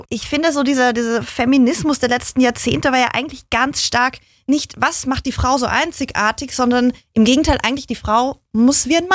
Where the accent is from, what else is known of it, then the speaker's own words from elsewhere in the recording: Austria; sagen wir in Österreich, ich bin Österreicherin.